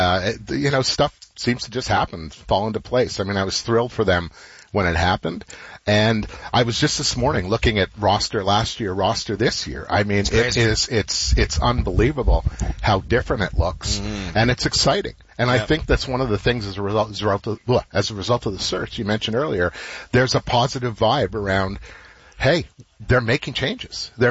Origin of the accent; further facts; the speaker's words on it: Montreal, Quebec, Canada; I grew up in Montreal as a Habs fan